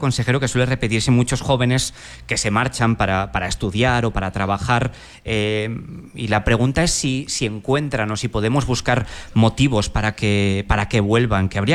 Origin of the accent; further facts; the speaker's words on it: Tudela, Navarre, Spain; las de mi pueblo. Creo que decir pueblo a Tudela tampoco pasa nada